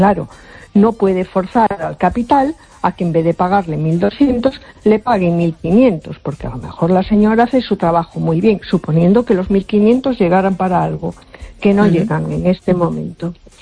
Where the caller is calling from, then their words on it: A Coruña, Galicia, Spain; Hola, buenas noches. … de Coruña.